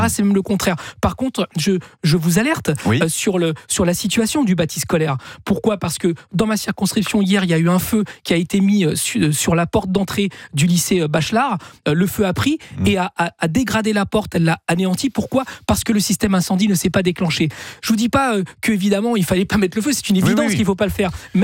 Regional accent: Chile; now in France; je ne suis pas né en France. Mais c'est quelque chose qui a eu lieu dans mon pays d'origine. Rappelez-vous, au Chili, quand les jeunes se sont rebellés contre l'augmentation du tarif du métro

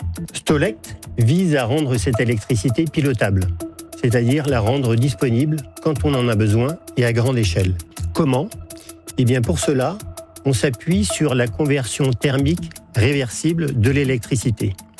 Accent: Étel, Brittany, France; mon enfance, en Bretagne. À Etel, dans un port, au bord de mer.

